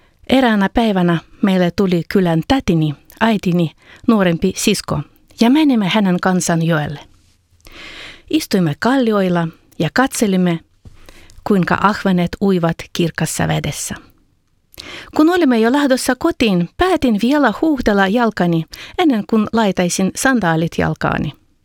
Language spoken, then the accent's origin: Finnish; Bohuslav, Kyiv Oblast, Ukraine; moved away; Olen syntynyt Ukrainassa ja viettänyt lapsuuteni Kiovan alueella Boguslavin kaupungissa, jonka nimi tarkoittaa Jumalalle kunnia.